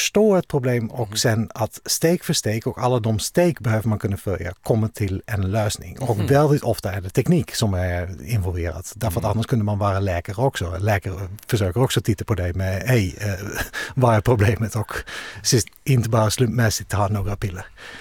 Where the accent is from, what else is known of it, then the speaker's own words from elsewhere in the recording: Netherlands; Swedish is a second language; moved away; Förlåt, jag är holländare, så säg det på engelska.